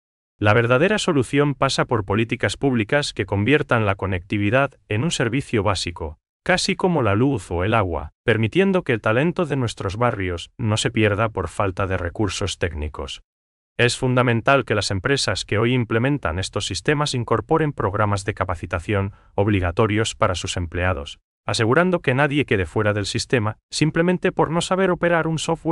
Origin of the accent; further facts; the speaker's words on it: Paraguay; solo nosotros, como paraguayos, entendemos en nuestra realidad cotidiana.